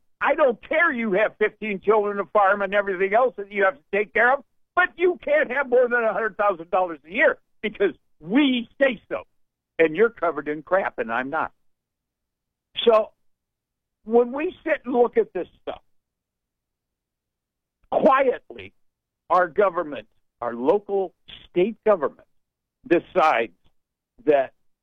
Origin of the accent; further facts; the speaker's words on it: Scotland, United Kingdom; I don't gamble. I'm Scottish.